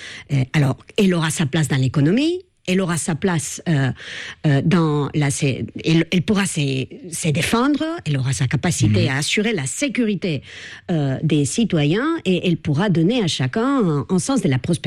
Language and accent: French; Spain; French is a second language; moi en tant qu'Espagnol, ça voudrait dire retourner à la dictature.